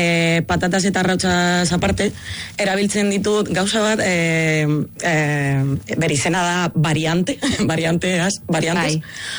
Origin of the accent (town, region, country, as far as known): Alhama de Murcia, Region of Murcia, Spain; Basque is a second language; moved away as an adult; now in Vitoria-Gasteiz, Spain